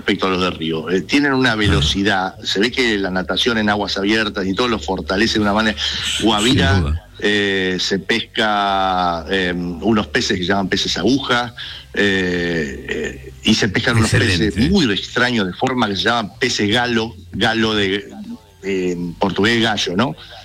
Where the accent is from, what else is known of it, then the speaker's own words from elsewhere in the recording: Argentina; Hola, soy de Argentina